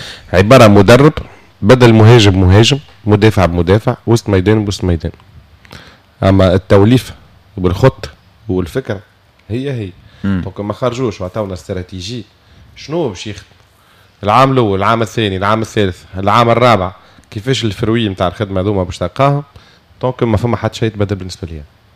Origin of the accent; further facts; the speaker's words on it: Tunisia; نحن عندنا في تونس